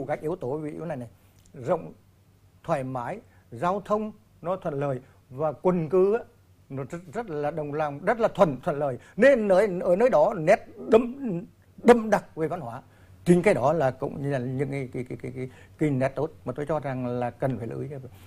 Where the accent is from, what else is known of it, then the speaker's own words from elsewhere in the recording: Quỳnh Đôi, Nghệ An, Vietnam; ở quê của tôi, vì tôi Quỳnh Lôi